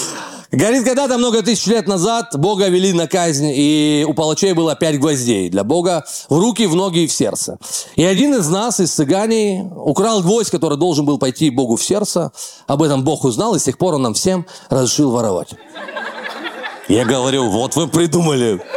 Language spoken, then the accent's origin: Russian; Rostov-on-Don, Rostov Oblast, Russia; так как я из Ростова